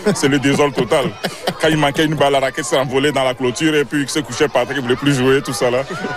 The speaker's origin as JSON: {"language": "French", "town": "L'Ancienne-Lorette", "region": "Quebec", "country": "Canada", "tie": "born or raised there", "said": "Puis moi, j'ai grandi ici. Le travail de mon père nous a amenés ici, à l'ancienne Lorette. Mais ça a été un très bel addon. Ça a été une bénédiction pour ma famille parce qu'on a pu grandir dans les meilleures conditions, ma sœur et moi."}